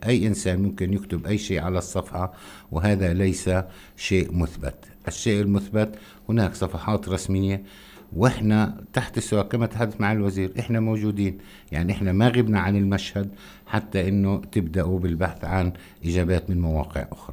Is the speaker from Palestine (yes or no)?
yes; Palestine; أننا كفلسطينيين